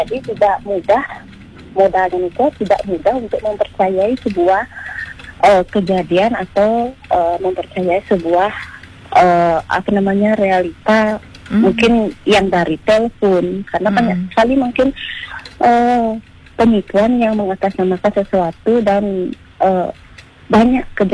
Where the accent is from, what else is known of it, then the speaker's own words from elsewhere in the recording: Gianyar, Bali, Indonesia; Nah, kebetulan kita dari Gianyar.